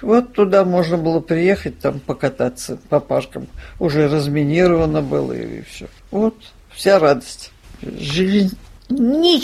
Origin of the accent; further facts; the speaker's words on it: Saint Petersburg, Russia; Я родилась там, это очень интересно, потому что я родилась на Загородном, 34.